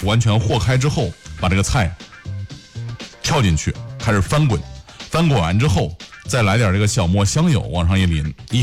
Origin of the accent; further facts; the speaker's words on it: China; 那我觉得有点不符合我们中国人那个口味啊